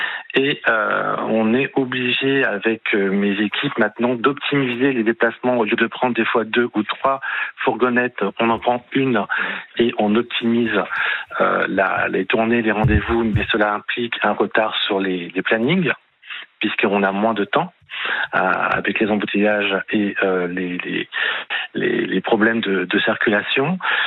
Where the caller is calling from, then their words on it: Boulogne-Billancourt, Île-de-France, France; de près de Paris, Boulogne-Billancourt.